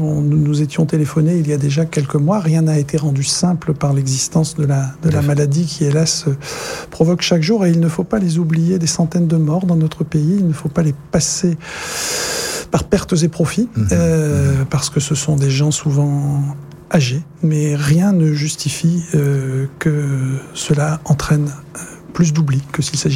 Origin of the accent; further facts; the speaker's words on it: Brittany, France; donc je suis un breton consubstantiel